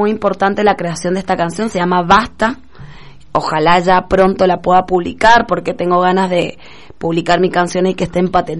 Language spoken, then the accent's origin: Spanish; Mendoza, Argentina; also born or lived in San Juan, Argentina; soy sanjuanina, nacida en San Juan, criada en Mendoza, pero nacida en San Juan